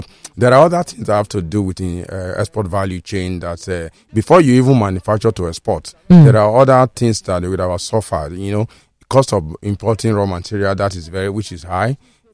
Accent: Nigeria

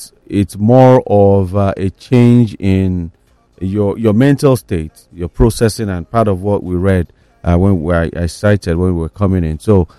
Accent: Nigeria; as a Nigerian, as an average person who has been in the rain

